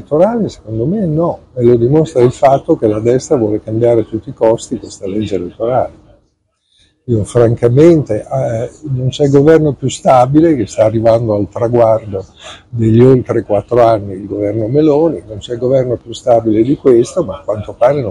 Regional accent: Bologna, Emilia-Romagna, Italy; io sono un bolognese.

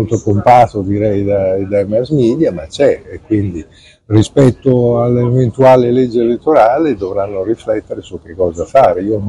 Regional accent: Bologna, Emilia-Romagna, Italy; io sono un bolognese.

